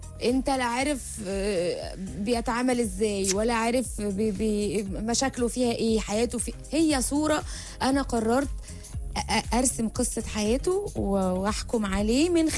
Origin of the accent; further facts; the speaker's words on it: Egypt; احنا كمصريين